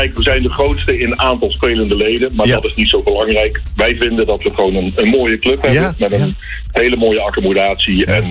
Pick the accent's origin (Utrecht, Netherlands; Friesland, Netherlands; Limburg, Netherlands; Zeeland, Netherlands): Limburg, Netherlands; ik kom zelf uit Limburg. Dus ligt dicht bij Horst Amerika.